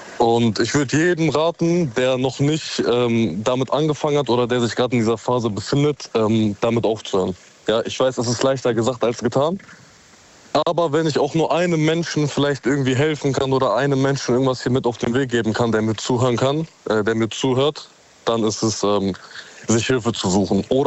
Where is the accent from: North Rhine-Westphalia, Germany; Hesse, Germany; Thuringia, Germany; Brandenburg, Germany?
North Rhine-Westphalia, Germany; Recklinghausen; Ich komme gebürtig aus Recklinghausen.